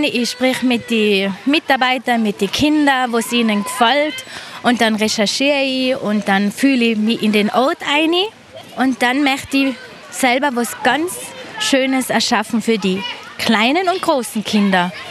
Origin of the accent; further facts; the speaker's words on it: Stubai Valley, Tyrol, Austria; in Fulpmes im Stuweital. Und da bin ich nämlich in der Nähe aufgewachsen. Und da war ich ein kleines Mädel.